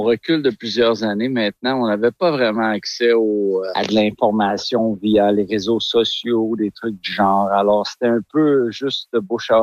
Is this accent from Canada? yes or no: yes; Val-d'Or, Quebec, Canada; moi, je suis natif de Val-d'Or.